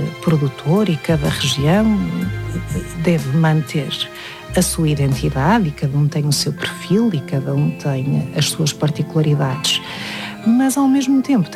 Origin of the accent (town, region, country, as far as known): Portugal; moved away